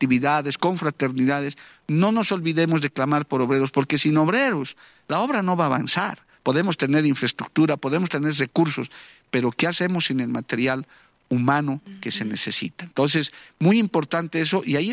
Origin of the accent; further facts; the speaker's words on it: La Paz, Bolivia; mi ciudad natal, la ciudad de La Paz, en Bolivia, una ciudad muy alta, muy conocida además. Uh-huh. Y yo soy oriundo de Alía, nacido allá.